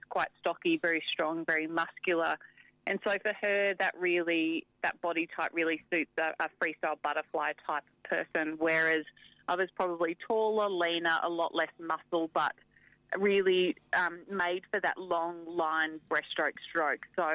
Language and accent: English; Katherine, Northern Territory, Australia; born there; So I was born in an Aboriginal community in Katherine, and my parents actually lived in Wave Hill, which was even further out from Katherine.